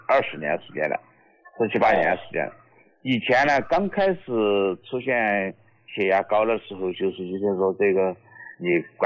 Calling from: Chengdu, Sichuan, China; 我来自四川成都金堂县的，也是一个农民。

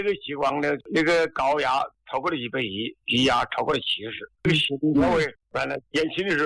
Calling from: Xiaogan, Hubei, China; 孝感，孝感村周站镇。

